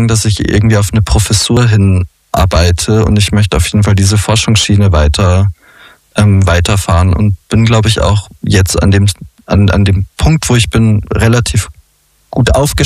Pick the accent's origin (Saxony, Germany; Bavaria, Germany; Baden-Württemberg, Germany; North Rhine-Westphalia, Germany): Bavaria, Germany; now in Austria; Als Bayer ist man eh fast auch Österreicher.